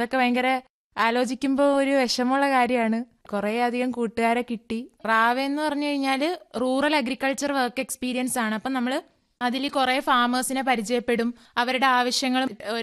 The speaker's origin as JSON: {"language": "Malayalam", "town": "Kollam", "region": "Kerala", "country": "India", "tie": "born or raised there", "said": "കൊല്ലം സ്വദേശിയാണ്."}